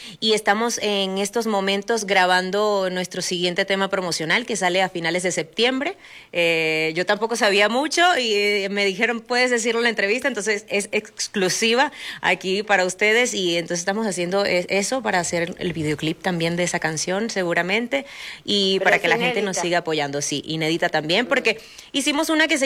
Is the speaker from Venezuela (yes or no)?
yes; Venezuela; Yo, por ejemplo, soy venezolana